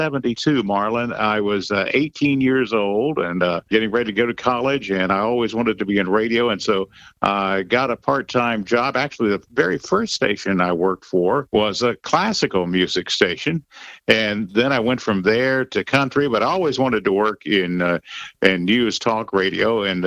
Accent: Durham, North Carolina, United States; Yes, I'm originally from Durham. So I've never really strayed very far from home, just all in the Triangle, Raleigh-Durham area of North Carolina.

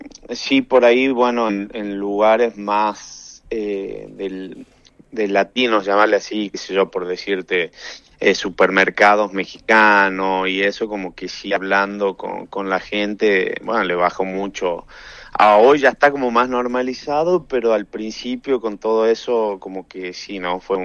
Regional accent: Tucumán, Argentina; moved away as an adult; now in Kansas, United States; tucumano. Junto a mi esposa hace 3 años y medio que estamos ya acá

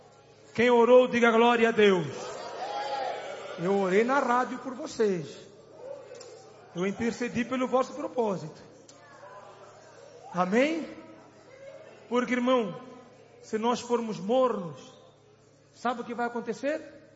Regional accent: Mozambique; born there; moved away; lá na minha terra, Moçambique.

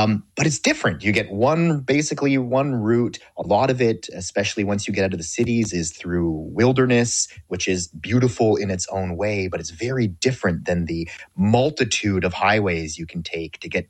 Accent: Canada; But I grew up in Canada, and there was always this allure of the American road trip for me.

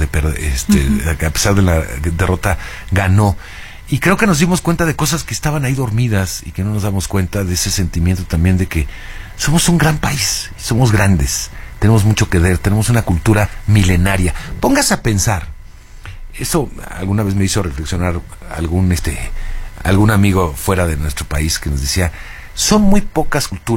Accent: Mexico; soy mexicano y estoy involucrado, pues obviamente sentimentalmente en ese partido.

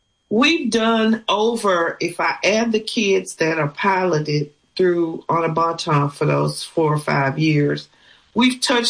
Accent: Alexandria, United States; It's been very interesting because Alexandria is my hometown. I came back here after 20 years of living in a 8 million metropolis area.

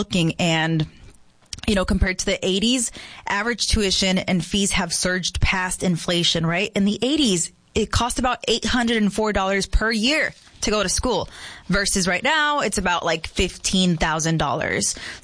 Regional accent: Yuma, Arizona, United States; moved away as an adult; also born or lived in Los Angeles; I moved back to Yuma, Arizona, to my hometown from Los Angeles about 7 months ago, and I moved in with my parents.

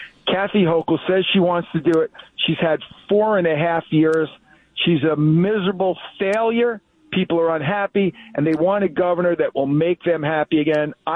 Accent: Long Island, New York, United States; I couldn't be more far away from my hometown on Long Island.

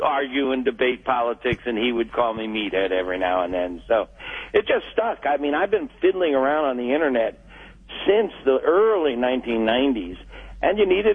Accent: Florida, United States; born or raised there

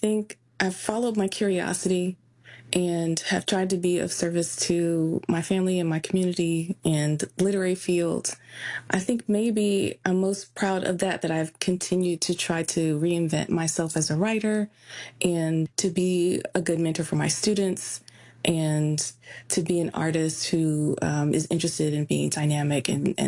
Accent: Wayne, Michigan, United States; born there; moved away; also born or lived in Los Angeles; I was born in Wayne at Wayne Memorial Hospital in Michigan. My mother's family is from Michigan going back 100 years. And we moved to Los Angeles when my parents got divorced and my brother died.

